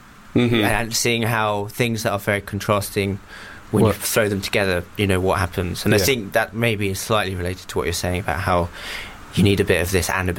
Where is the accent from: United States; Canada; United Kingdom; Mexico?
United Kingdom; England; born there; also born or lived in Japan; I grew up in Japan till I was eight, and then mm-hmm. we moved to England.